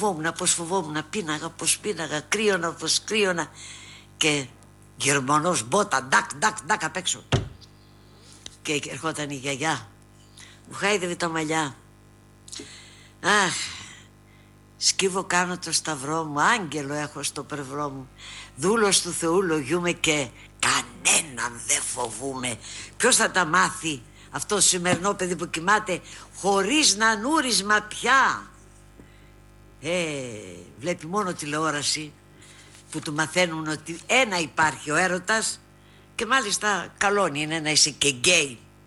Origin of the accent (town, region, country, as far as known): Macedonia, Greece